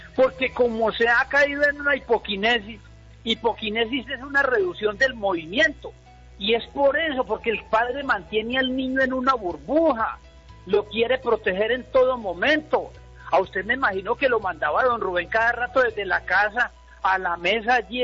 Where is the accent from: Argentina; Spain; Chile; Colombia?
Colombia; Cartago, Valle del Cauca; yo soy un gomoso de Cartago